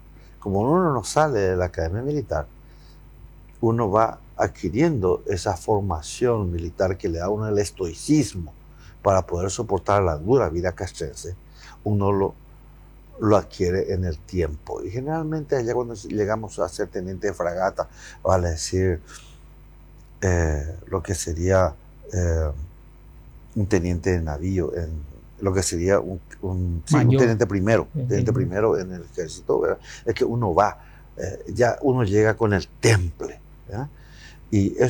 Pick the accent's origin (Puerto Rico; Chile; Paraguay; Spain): Paraguay; tenía la obligación moral como paraguayo de crear la primera escuela de formación en coloproctología